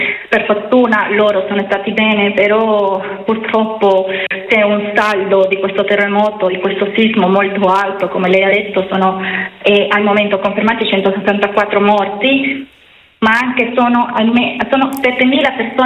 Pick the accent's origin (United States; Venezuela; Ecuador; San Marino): Venezuela; per me come venezuelana